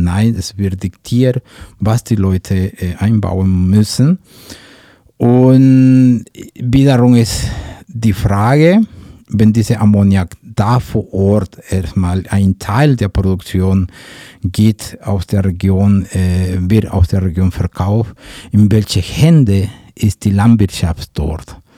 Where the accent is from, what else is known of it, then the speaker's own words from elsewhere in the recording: Mexico; German is a second language; Aber in der Regel solche große Projekte was ich als Mexikaner, was wir uns als Mexikaner gewöhnt sind, in dem Sinne, dass solche Projekte kommen mit Bestechungen, mit Bedrohungen, die werden Aktivisten ermordet.